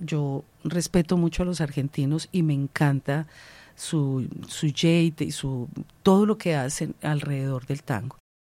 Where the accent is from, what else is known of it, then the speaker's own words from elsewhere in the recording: Medellín, Antioquia, Colombia; born there; also born or lived in Bogotá / Leticia; Yo nací en Medellín, viví en Bogotá y luego ya parte de mi, de cuando crecí un poco, me fui a vivir al Amazonas, estuve en Leticia de profesora y volví a Medellín después de muchas vueltas.